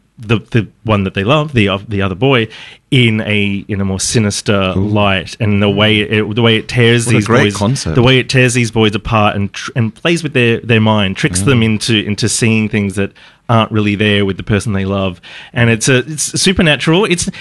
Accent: Geelong, Victoria, Australia; I grew up in Geelong.

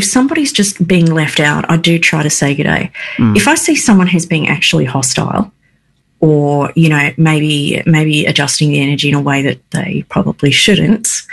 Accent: Tasmania, Australia; born or raised there

